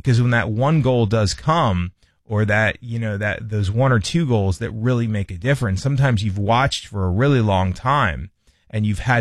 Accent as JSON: {"language": "English", "country": "United States", "said": "as American sports fans"}